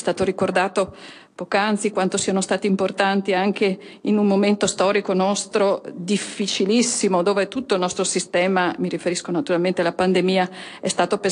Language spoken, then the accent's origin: Italian; Veneto, Italy; Piccola battuta, da Veneto a Veneto